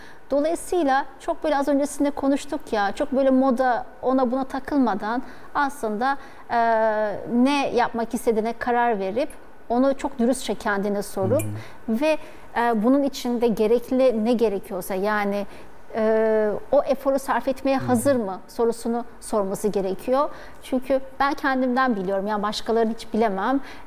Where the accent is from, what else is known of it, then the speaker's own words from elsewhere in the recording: Bozcaada, Çanakkale, Turkey; Çünkü ben oradan çıktım, orada büyüdüm. Bütün işte ressamlıkla ilgili her şeyi orada kazandım. Sonrasında biraz böyle şey, asi bir yapım vardı benim. Yani Bozcaada'da doğmuş, büyümüş bir insanın ben ressam olacağım demesi aslında biraz şey, ekstrem bir şey.